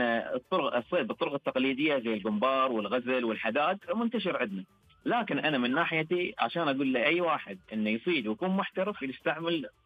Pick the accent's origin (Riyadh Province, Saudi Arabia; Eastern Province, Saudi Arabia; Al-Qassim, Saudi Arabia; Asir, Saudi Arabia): Eastern Province, Saudi Arabia; Qatif; عندنا إحنا في القطيف